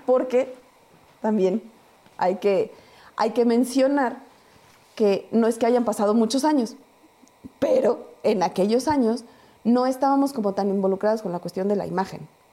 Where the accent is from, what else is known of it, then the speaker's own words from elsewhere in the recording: Texcoco, State of Mexico, Mexico; Para mí, que soy texcocana, esa es la otra, yo soy de Texcoco